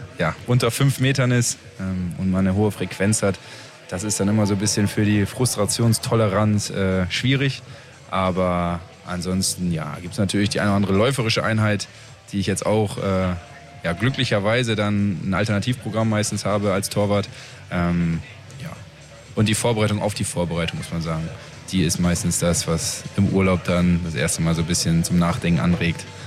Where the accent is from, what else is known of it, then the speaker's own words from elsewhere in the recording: Oldenburg, Lower Saxony, Germany; Also ich habe noch auf der schönen Haaren-Esch-Anlage und das war eine schöne große Rasenf